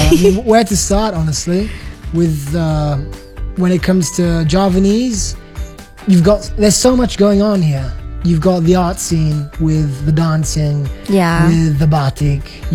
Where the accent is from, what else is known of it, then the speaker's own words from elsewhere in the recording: Lombardy, Italy; also born or lived in United Kingdom / Denmark; now in Yogyakarta, Indonesia; Yeah, I can speak my local language, bahasa Lombard.